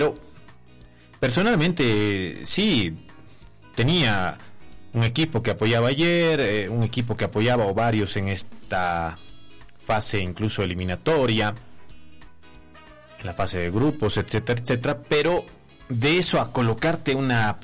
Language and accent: Spanish; Bolivia; soy boliviano